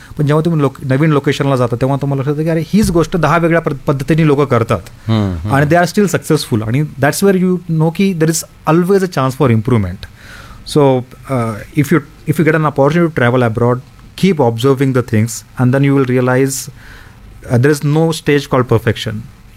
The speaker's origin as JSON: {"language": "Marathi", "town": "Latur", "region": "Maharashtra", "country": "India", "said": "मी लातूरचं आहे"}